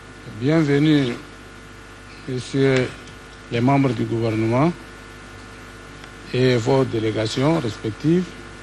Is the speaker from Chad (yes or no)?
yes; Chad; en tant que Tchadien, nous avons quelque chose.